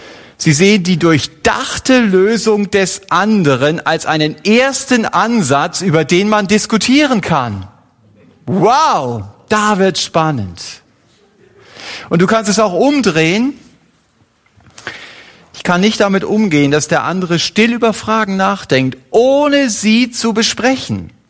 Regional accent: Germany; Wir als Deutsche haben die Kultur der Oberlehrer

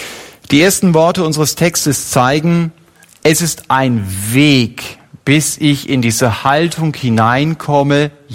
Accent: Germany; Wir als Deutsche haben die Kultur der Oberlehrer

